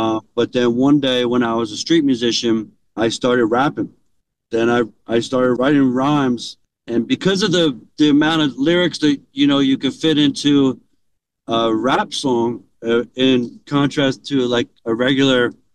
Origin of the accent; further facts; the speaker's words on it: Philadelphia, Pennsylvania, United States; moved away as an adult; I grew up in Philly and I always wanted to go to the country.